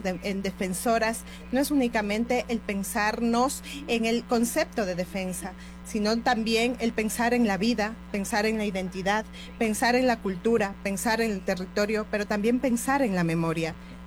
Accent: Ecuador; Yo soy ecuatoriana

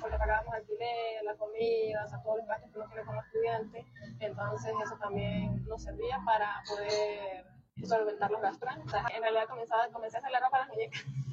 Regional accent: Trujillo, Venezuela; now in Mérida, Venezuela; Yo como estudiante, pues mi hermano y yo vinimos de Trujillo a estudiar aquí a Mérida.

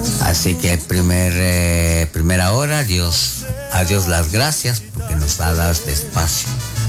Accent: Guatemala; los sones que nos identifica como guatemaltecos. Aquí saludos desde Cerro Lindo, Cobán

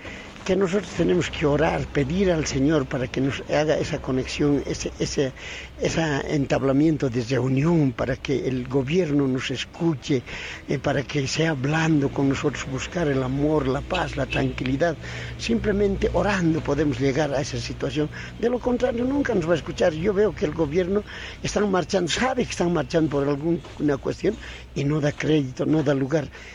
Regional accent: Bolivia; así como bolivianos

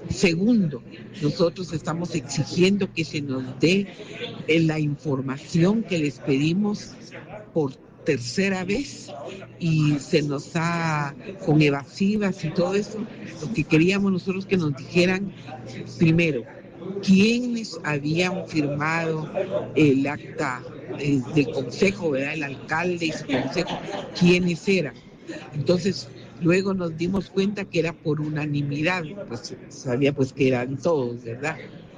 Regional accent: Santa Catarina Mita, Jutiapa, Guatemala; municipios de Jutiapa como Santa Catarina Mita, que somos vecinos de Asunción Mita.

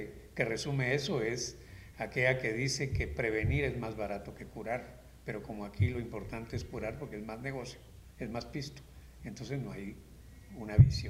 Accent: Guatemala

